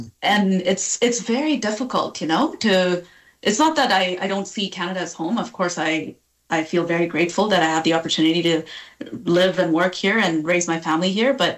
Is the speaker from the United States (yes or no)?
no; South India, India; born there; like I think about my childhood. I was born in South India.